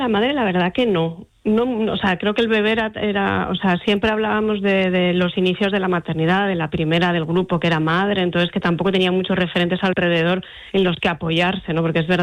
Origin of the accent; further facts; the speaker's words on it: Gijón, Asturias, Spain; yo soy de provincias, yo soy de Gijón además